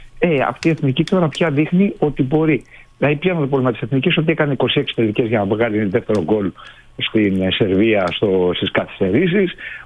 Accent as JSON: {"language": "Greek", "country": "Greece", "said": "Επειδή είμαστε Έλληνες, μας αρέσει να βλέπουμε και την εθνική μας ομάδα."}